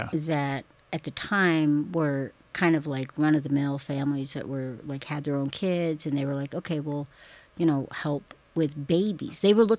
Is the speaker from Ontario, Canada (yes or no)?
no; Yukon, Canada; born there; No, I was born in the Yukon, British Columbia.